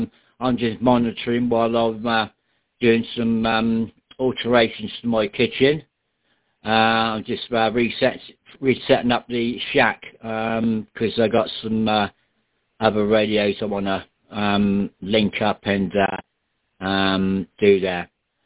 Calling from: Dorset, South West England, United Kingdom; in Dorset.

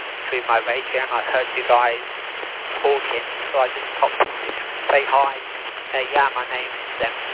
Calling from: Stourbridge, West Midlands, United Kingdom; Yeah, I'm from Southbridge

